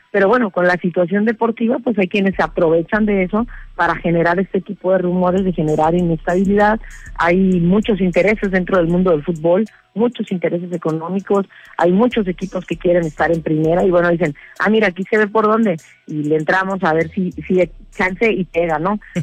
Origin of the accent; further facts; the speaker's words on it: Juárez, Chihuahua, Mexico; yo soy de Juárez, estos chavos traen Juárez en su escudo, y yo tengo que ir a exigir que representen bien a mi ciudad, ¿no?